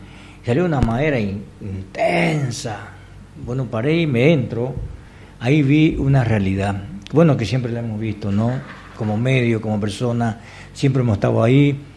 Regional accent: Trinidad, Beni, Bolivia; Esos somos los trinitarios, esos somos los venianos, esos somos los bolivianos.

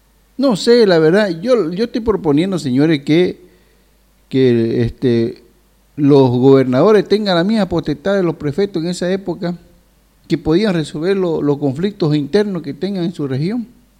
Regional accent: Bolivia; los cambas sean presidentes, de que los cambas no decidan presidente, porque somos su coco

